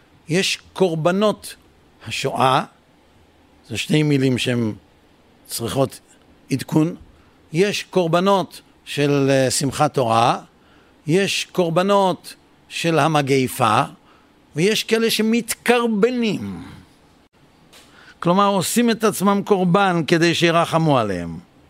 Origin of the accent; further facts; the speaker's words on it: Jerusalem, Jerusalem District, Israel; אני ירושלמי